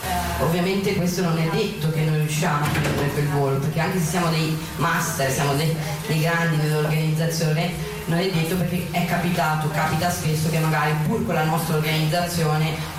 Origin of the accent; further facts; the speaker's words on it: Ramallah, West Bank, Palestine; siamo tutti palestinesi, ma purtroppo veniamo da città diverse, con difficoltà diverse. Io per esempio vengo da Ramallah